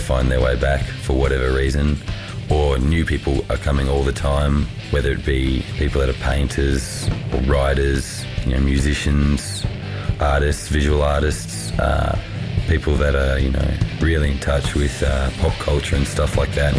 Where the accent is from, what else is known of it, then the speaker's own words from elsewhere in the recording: Tennant Creek, Northern Territory, Australia; also born or lived in Brisbane; I was born in Sunnybank, Brisbane. My mother brought me to this place, which is Tennant Creek. I didn't really choose to come here. It was a result of my parents splitting up